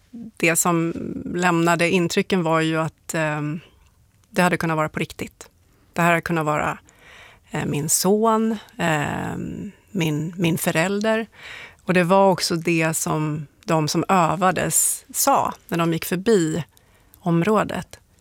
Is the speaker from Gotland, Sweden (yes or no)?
yes; Gotland, Sweden; Och så växte jag upp på Gotland delvis, och då var det ju, det här var på 80-talet när vi hade hot från öst